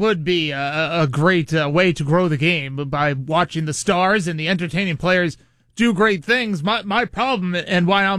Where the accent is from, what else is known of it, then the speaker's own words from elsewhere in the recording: United States; I'm an American. Yeah. I grew up here.